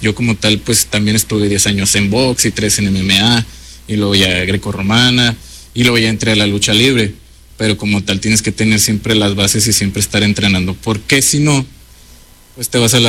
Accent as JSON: {"language": "Spanish", "region": "Durango", "country": "Mexico", "said": "obviamente es … que yo soy aquí de Durango"}